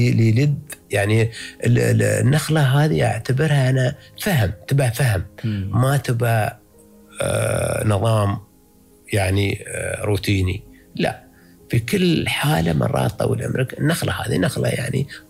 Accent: United Arab Emirates; بمفهومنا نحن كاماراتيين

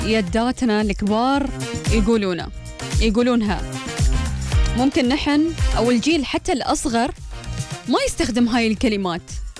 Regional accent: United Arab Emirates; accent: Emirati; في لهجتنا الإماراتية

